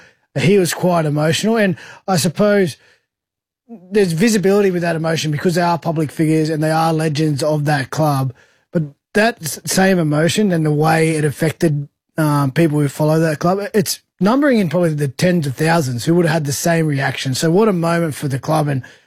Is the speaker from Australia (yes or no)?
yes; Penrith, New South Wales, Australia; I grew up in Penrith, right?